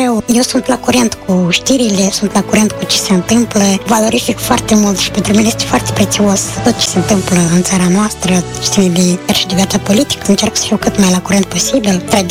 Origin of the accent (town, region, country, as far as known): Moldova; moved away